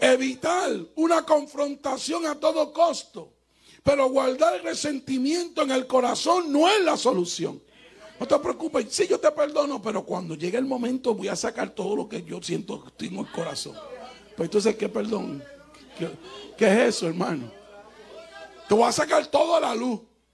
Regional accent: Puerto Rico; moved away; also born or lived in Hawaii; Yo soy de Puerto Rico también.

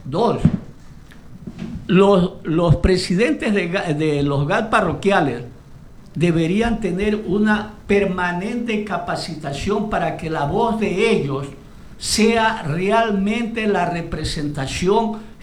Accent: San Agustín, Huila, Colombia; mi tierra, San Agustín, que está considerada la metrópoli con las mejores condiciones de vida, 100% de necesidades básicas satisfechas, agua potable

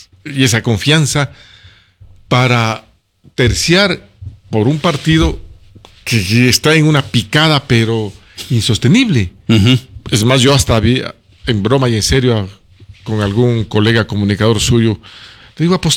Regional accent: Cariamanga, Loja, Ecuador; En mi tierra, Cariamanga

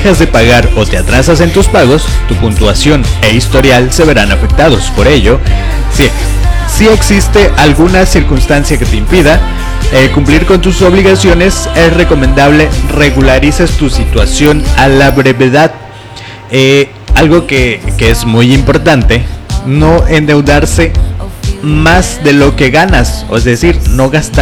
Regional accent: Mexico; Y como todo mexicano, ahí le vas dando clic

